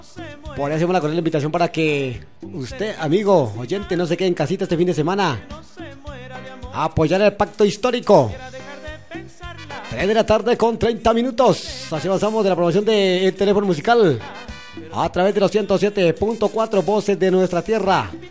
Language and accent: Spanish; Colombia